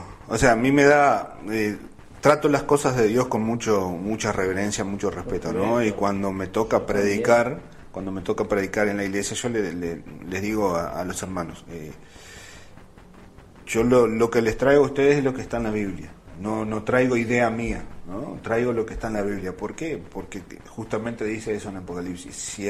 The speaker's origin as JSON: {"language": "Spanish", "country": "Uruguay", "said": "somos un país laico, no tenemos religión y bueno, nosotros no creemos en nada. Como uruguayos nos jactamos de eso"}